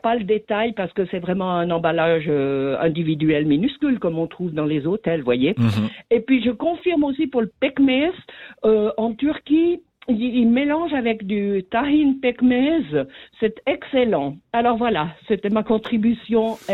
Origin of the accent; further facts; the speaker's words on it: Switzerland; moi je suis pas, je suis suissesse, hein